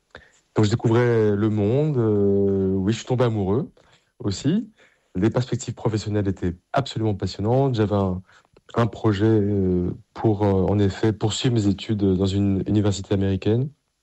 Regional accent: Paris, Île-de-France, France; avec mon curé de paroisse, tout simplement, là où j'ai grandi, la paroisse Saint-Médard, en bas de la rue Mouffetard, à Paris.

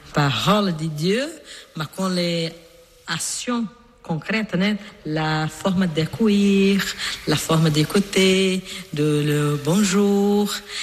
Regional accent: Brazil; French is a second language; now in Paris, France; Je suis brésilienne.

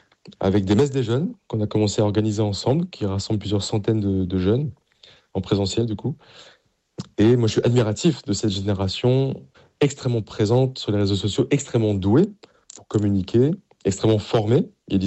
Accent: Paris, Île-de-France, France; Alors moi, je viens d'une famille du Sud-Ouest. Et même si j'ai grandi à Paris, mais j'ai beaucoup de cousins dans le Sud-Ouest qui ont fait du rugby, qui m'en parlaient.

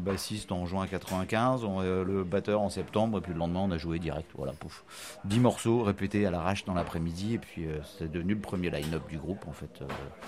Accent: Brest, Brittany, France; Ouais, bah, je suis né à Brest, ouais, j'ai passé mon enfance à Brest. Après, j'ai un peu bougé. Voilà, Plougastel, Quimper, puis je suis revenu à Brest pour mes études.

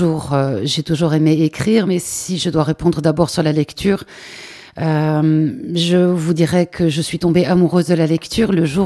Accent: Saint-Vaast, Wallonia, Belgium; je suis de Saint-Va, juste à côté de la Louvière.

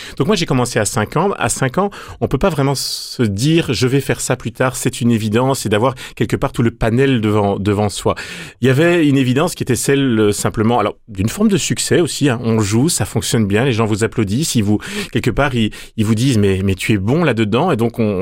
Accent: Brussels, Brussels-Capital Region, Belgium; born there; moi, je suis né à Bruxelles. Mes parents étaient professeurs, dans une ambiance d'ailleurs tout à fait catholique

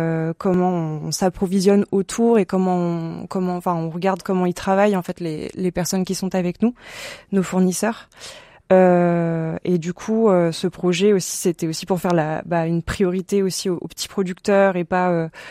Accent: Auvergne-Rhône-Alpes, France; j'ai grandi dans le Vercors, entourée de montagnes.

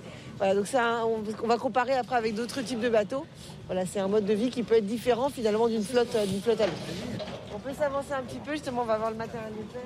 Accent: Lorient, Brittany, France; Chez nous, à Lorient, c'est beaucoup des références aux enfants.

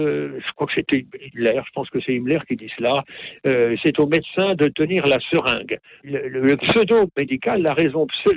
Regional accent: Normandy, France

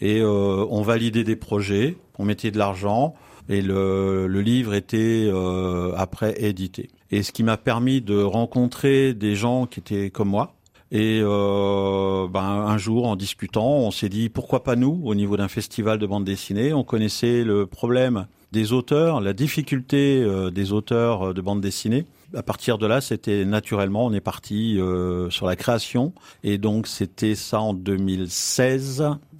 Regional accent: Grand Est, France; now in Auvergne, France; je suis lorrain d'origine, donc arrivé en Auvergne en 78, donc il y a longtemps maintenant.

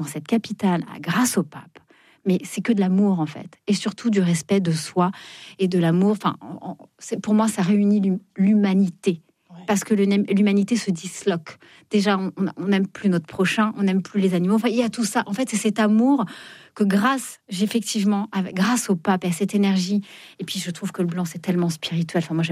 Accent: Fontainebleau, Île-de-France, France; born or raised there

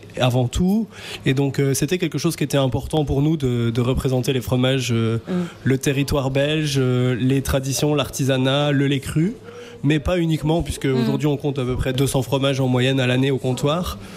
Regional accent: Bourgogne-Franche-Comté, France; moved away as an adult; now in Belgium; on est tous les deux français, jurassiens

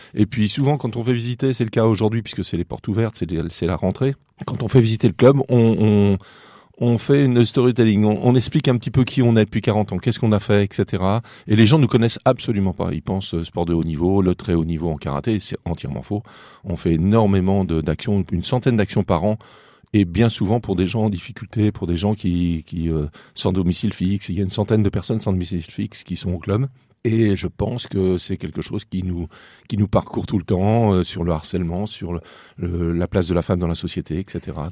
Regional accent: Le Mans, Pays de la Loire, France; je viens des Ronceret, quartier un peu chaud

